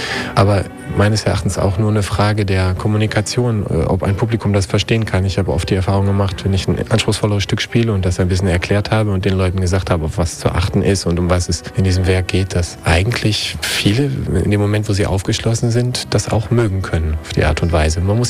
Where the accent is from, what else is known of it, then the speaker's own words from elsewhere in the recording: Berlin, Germany; now in Munich, Germany; Hab vorher studiert noch in Berlin sehr lange, wo es auch meine Heimat ist.